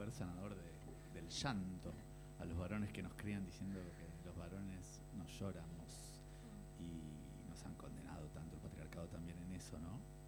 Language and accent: Spanish; Buenos Aires, Argentina; born there; now in Traslasierra, Córdoba, Argentina; Yo nací en Buenos Aires, pero elegí vivir en Tras la Sierra.